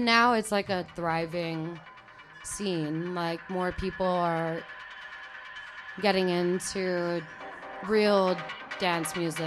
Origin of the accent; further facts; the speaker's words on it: Guam; Yeah, I'm from Guam. Okay. Like, born and raised.